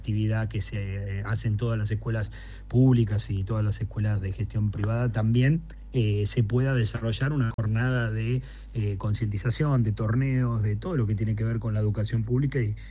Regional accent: Río Grande, Tierra del Fuego, Argentina; los riograndenses no estamos tan acostumbrados al frío ushuaiense

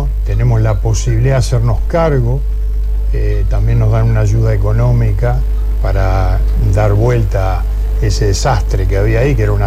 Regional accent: Granadero Baigorria, Santa Fe, Argentina; yo soy un vecino de Baigorria y quiero vivir en una ciudad digna.

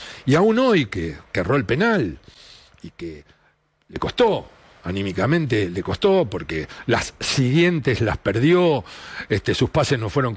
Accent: Argentina

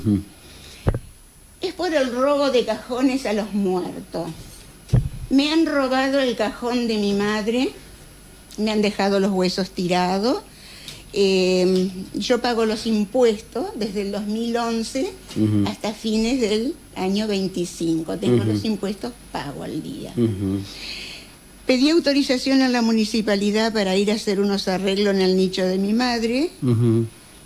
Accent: Buenos Aires, Argentina; also born or lived in Entre Ríos; Sí, bueno, nací en Entre Ríos.

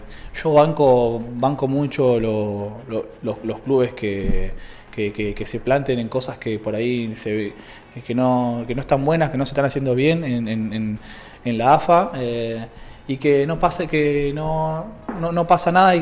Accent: Argentina; con una victoria hermosa que como hincha argentino la verdad que me representó

